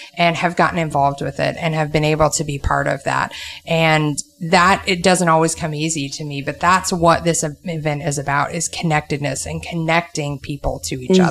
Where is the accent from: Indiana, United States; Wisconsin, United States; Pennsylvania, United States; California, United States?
Indiana, United States; Posey County; now in Evansville, United States; when I grew up in Posey County